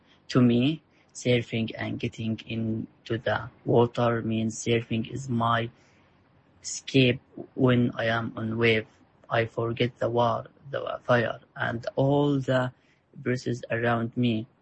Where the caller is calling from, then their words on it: Gaza, Gaza Strip, Palestine; I am calling from Gaza. I am a member of the Gaza Surf Club.